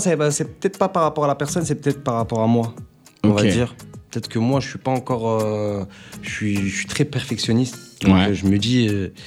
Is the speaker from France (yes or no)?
no; Tunisia; je suis tunisien, comme je t'ai dit tout à l'heure.